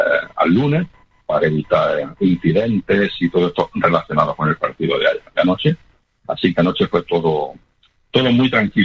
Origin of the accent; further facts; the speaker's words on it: Spain; yo soy español y lo llevo a gala